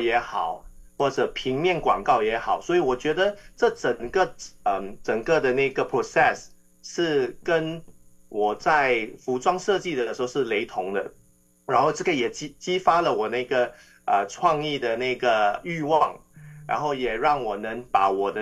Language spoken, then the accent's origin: Chinese; Singapore; 我们新加坡人